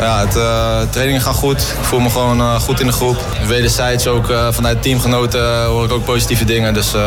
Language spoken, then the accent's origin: Dutch; Utrecht, Netherlands; En als Utrechter is dat natuurlijk fantastisch.